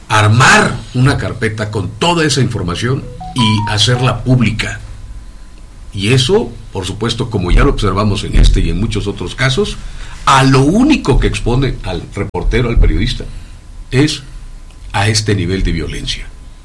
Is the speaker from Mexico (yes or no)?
yes; Juchitán, Oaxaca, Mexico; en Mijuchitán, en donde yo nací, en donde trabajo, en donde vivo